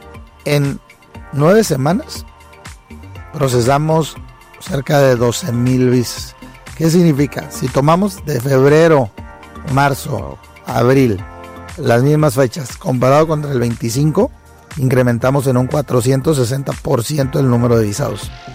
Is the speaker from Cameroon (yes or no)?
no; Mexico